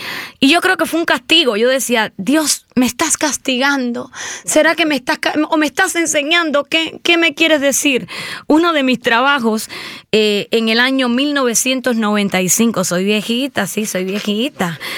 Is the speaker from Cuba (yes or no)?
yes; Cuba; yo soy cubana